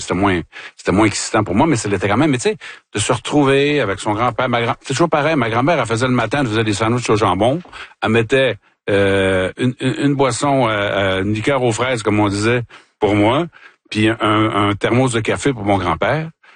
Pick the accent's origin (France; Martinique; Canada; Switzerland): Canada; Sorel, Quebec; Oui, parce que moi, j'ai grandi à Sorel. Puis c'est un endroit où je me sentais pas toujours bien.